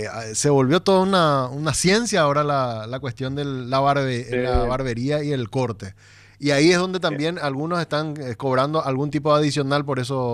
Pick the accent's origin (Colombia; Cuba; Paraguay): Paraguay; me siento orgulloso como paraguayo